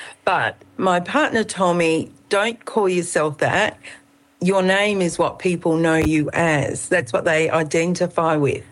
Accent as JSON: {"language": "English", "town": "Darwin", "region": "Northern Territory", "country": "Australia", "tie": "born or raised there", "said": "So being a desert woman from Central Australia, my family moved from there to Darwin when I was 4 years of age. So I grew up in saltwater country, beautiful Darwin."}